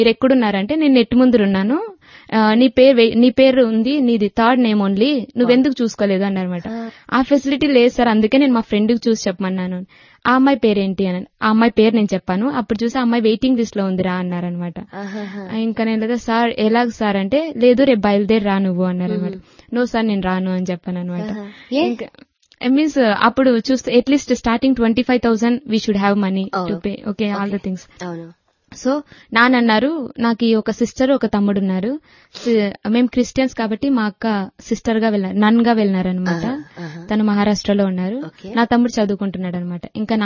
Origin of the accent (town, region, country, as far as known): Andhra Pradesh, India; born or raised there